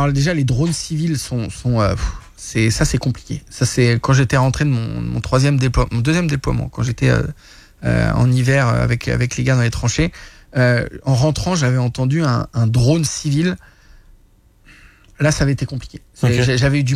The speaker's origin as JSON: {"language": "French", "country": "France", "lives_now": "Canada", "said": "parce que je suis français, qu'il y a eu les forces françaises qui ont été engagées, de deux, parce que je suis canadien de cœur maintenant"}